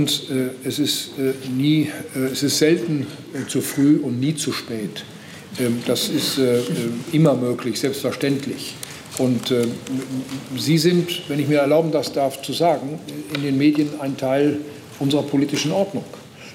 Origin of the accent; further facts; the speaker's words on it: North Rhine-Westphalia, Germany; Ich komme aus dem Land Nordrhein-Westfalen.